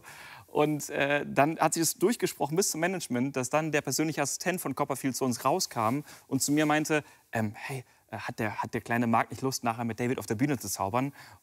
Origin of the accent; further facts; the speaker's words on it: Japan; German is a second language; ist ja recht klar, wenn ihr mich hier seht und ich Englisch spreche, aus wo ich herkomme, ne, ich bin Japaner.